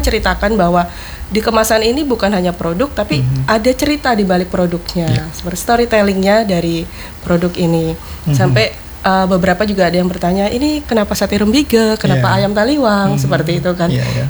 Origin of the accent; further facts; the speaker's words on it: West Nusa Tenggara, Indonesia; waktu saya memperkenalkan ke mereka bahwa saya dari NTB, produk original NTB, itu bukan hanya mengenalkan sebuah produk gitu ya, tapi saya sedang mengangkat dan membawa identitas budaya dari Nusa Tenggara Barat, kayak gitu.